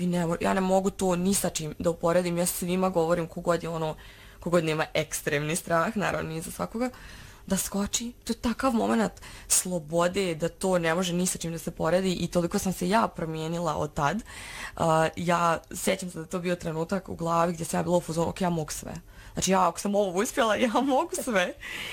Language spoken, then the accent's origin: Serbian; Srbac, Republika Srpska, Bosnia & Herzegovina; Mi kući, ja sam iz Srpca na selu